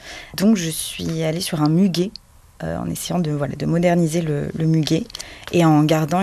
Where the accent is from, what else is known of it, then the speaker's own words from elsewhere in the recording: Paris, Île-de-France, France; j'ai 26 ans. Je suis née à Paris, j'ai grandi à Paris, et je travaille aujourd'hui à Paris.